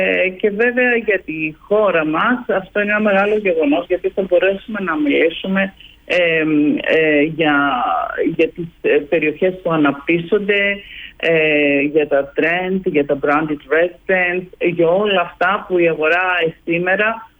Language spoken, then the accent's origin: Greek; Corfu, Ionian Islands, Greece; ιδιαίτερα την ιδιαίτερη πατρίδα μου, την Κέρκυρα